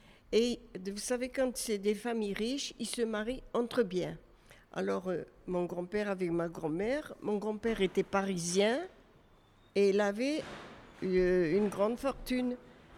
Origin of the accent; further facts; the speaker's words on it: Algeria; born there; Et bon, ben moi, je suis né en Algérie.